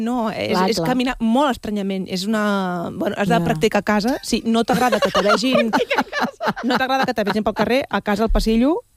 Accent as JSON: {"language": "Catalan", "town": "La Bisbal d'Empordà", "region": "Catalonia", "country": "Spain", "tie": "born or raised there", "said": "avui actuo al meu poble després de 15 anys que no he actuat a la meva vida. A la Bisbal d'Empordà"}